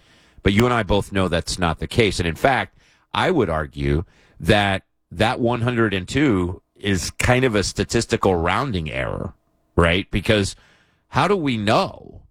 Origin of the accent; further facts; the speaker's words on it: Kentucky, United States; now in San Diego, United States; Kentucky, of course, being my home state.